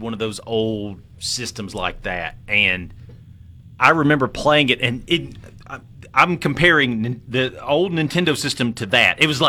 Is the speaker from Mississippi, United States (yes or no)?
yes; Mississippi, United States; we're from Mississippi